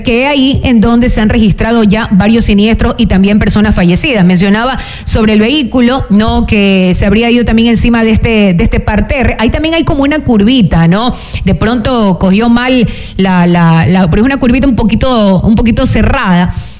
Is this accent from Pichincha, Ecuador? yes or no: no; La Libertad, Santa Elena, Ecuador; somos habitantes del Cantón La Libertad